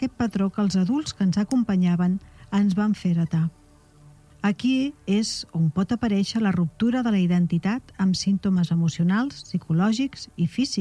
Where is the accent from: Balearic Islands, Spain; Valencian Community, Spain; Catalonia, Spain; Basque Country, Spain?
Catalonia, Spain; Mataró; now in La Granada, Spain; Del Penedès, soc maresmenca, soc de Mataró.